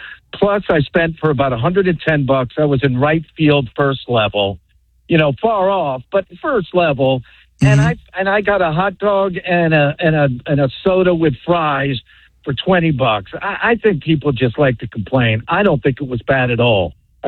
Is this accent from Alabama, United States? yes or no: no; New York, United States; I'm from the New York area, so I'm too used to the big money at concessions and ticket pricing.